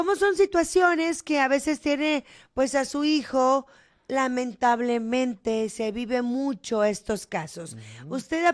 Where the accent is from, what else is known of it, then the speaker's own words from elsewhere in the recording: Mexico; now in United States; yo también soy mexicana, okay. Y exactamente, o sea, venimos con una visión, venimos a trabajar a este país